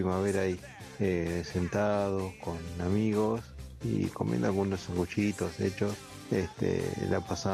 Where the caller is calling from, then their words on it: Anderson, Buenos Aires Province, Argentina; hincha de Boca, soy de Anderson